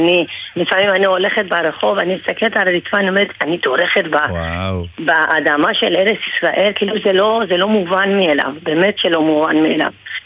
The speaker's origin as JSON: {"language": "Hebrew", "country": "Iran", "tie": "born or raised there", "moved": "yes", "lives_now": "Israel", "said": "אני מספרת סיפורים על העלייה שלי, על הילדות שלי באיראן"}